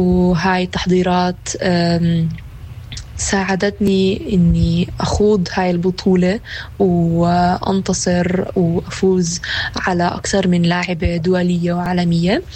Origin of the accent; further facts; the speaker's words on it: Palestine; أنا كلاعبة فلسطينية